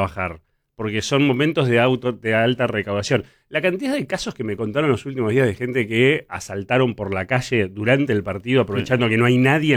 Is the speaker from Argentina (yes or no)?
yes; Argentina